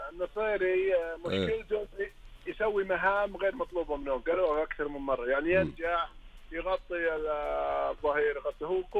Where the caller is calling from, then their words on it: Buraydah, Al-Qassim, Saudi Arabia; أنا من القصيم بريد،